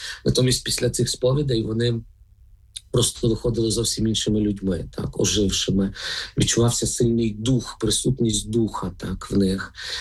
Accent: Lviv Oblast, Ukraine; хоч родом я сам з Львівської, так.

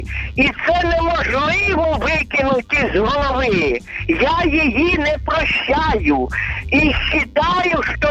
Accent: Bucha, Kyiv Oblast, Ukraine; моє дитинство пройшло в Бучі. Це було при Совєтському Союзі. Ми тоді жили в Бучі.

